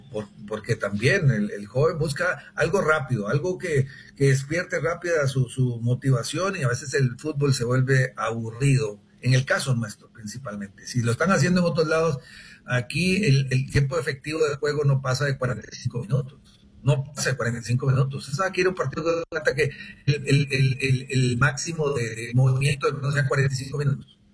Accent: El Salvador

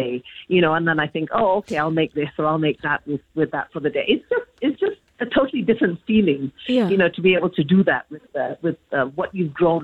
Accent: Singapore; also born or lived in Hong Kong; now in Bali, Indonesia; growing up in Singapore and then in Hong Kong, living in Hong Kong, you have this huge variety of food. And suddenly coming to Bali, and especially 12 years ago

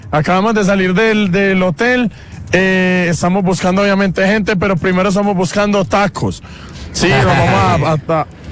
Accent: Colombia; Nosotros somos colombianos

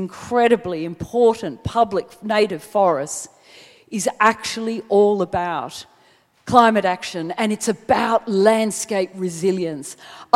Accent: Lismore, New South Wales, Australia; I come from Lismore. My town, my community

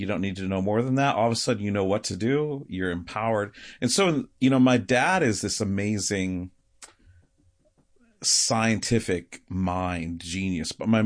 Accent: Michigan, United States; So I grew up in Michigan

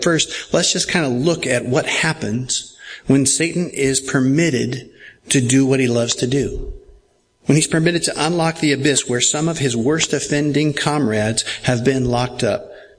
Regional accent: Kansas City, United States; I grew up in Kansas City

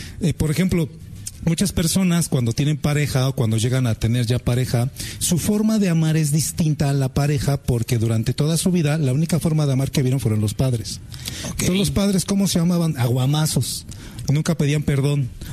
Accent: Ecatepec, State of Mexico, Mexico; Somos de Catepec

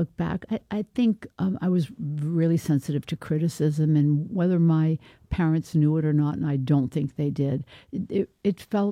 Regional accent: Portland, Maine, United States; I'd never thought about a career growing up in Portland, Maine.

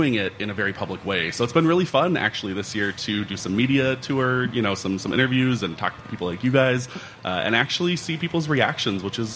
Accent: Edina, Minnesota, United States; also born or lived in Duluth; Yeah, I was born in Duluth, grew up in Edina. So in the Twin Cities, we would go every year.

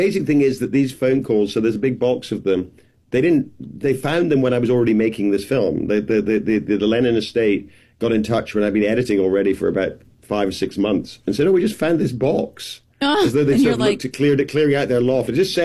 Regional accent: United Kingdom; Well, I'm British.

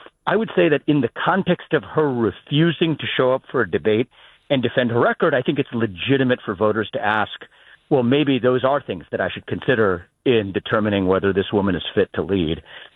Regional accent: Ohio, United States; I have a moral obligation to use these skills to actually leave our country better off and to do it in my home state.

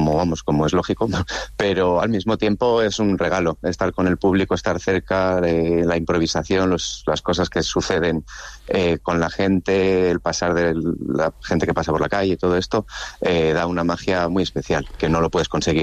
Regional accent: Valladolid, Castile and León, Spain; Sí, somos de Valladolid, uh-huh, de toda la vida.

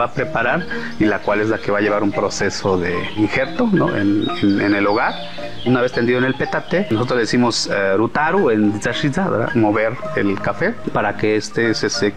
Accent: Tanetze de Zaragoza, Oaxaca, Mexico

